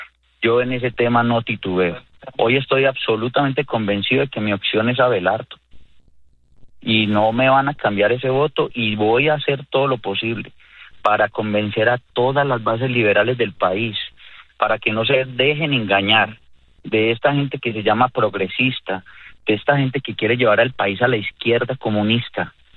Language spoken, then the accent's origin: Spanish; Antioquia, Colombia; en mi posición como antioqueño con unos principios que ya habíamos defendido, en mi posición como exalcalde, y quienes me conocen en mi vida pública saben que yo soy un hombre de profundas convicciones de derecha, además que soy cristiano